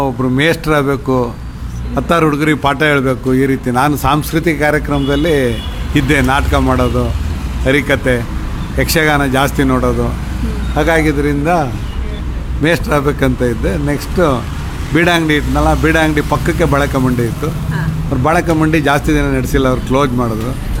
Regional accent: Kadathur, Karnataka, India; moved away as an adult; also born or lived in Kammardi; now in Shivamogga, India; ನಾವು ಹುಟ್ಟಿದ್ದು ತೀರ್ಥಹಳ್ಳಿ ತಾಲೂಕು ಕಡತೂರು ಅಂತ. ಅದಾದಮೇಲೆ ಕಡತೂರಿನಲ್ಲಿ 1-7 ಓದು, ಆಮೇಲೆ 8, 9, 10 ಕಮ್ಮರ್ಡಿ ಅಂತ ಹೇಳಿ ಅಲ್ಲಿಂದ 5 ಕಿಲೋಮೀಟರ್ ದೂರದಲ್ಲಿ ಕಮ್ಮರ್ಡಿ

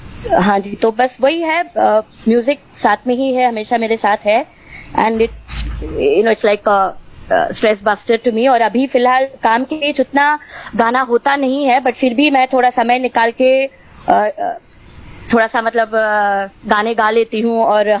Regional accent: Tamil Nadu, India; मैं south Indian हूँ, तमिलनाडु से बिलोंग करती हूँ, तो मैंने एक्चुअली कर्नाटक क्लासिकल सीखा हुआ है।

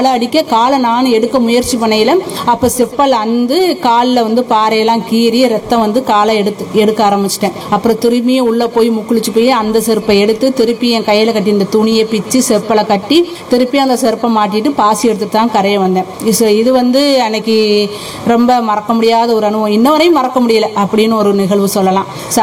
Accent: Tamil Nadu, India; born there; moved away as an adult; now in Pamban Therkuvadi, India; நான் பாமன் தெற்குவாடி கிராமம். நான் பிறந்த ஊர் வந்து நரிக்குழி அப்படின்னு ஒரு கிராமத்தில் நான் பிறந்தேன். எனக்கு கல்யாணம் பண்ணி கொடுத்தது தான் பாமன் தெற்குவாடி கிராமம். இப்போ அங்கே தான் இருக்கேன்.

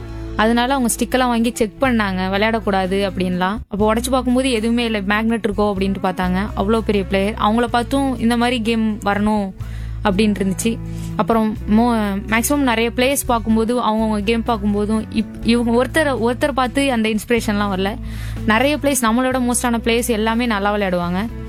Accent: Thiruvarur, Tamil Nadu, India; moved away as an adult; now in Chennai, India; நான் என்னோட சொந்த ஊர் திருவாரூர்.

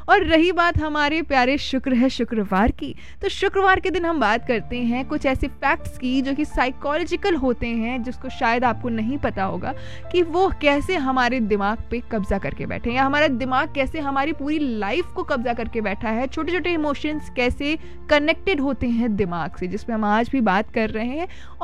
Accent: Uttar Pradesh, India; अब देखिए अगर हम उत्तर प्रदेश से हैं

